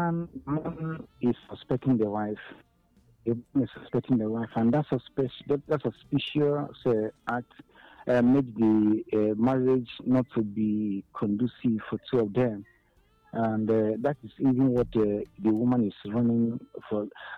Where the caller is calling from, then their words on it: Enugu, Enugu State, Nigeria; I'm calling from Enugu.